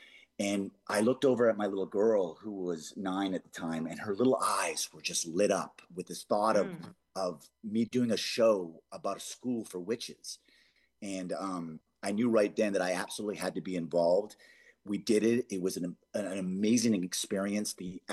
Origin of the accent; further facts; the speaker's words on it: Canada; moved away; I'm Canadian. I love Canada, born and raised.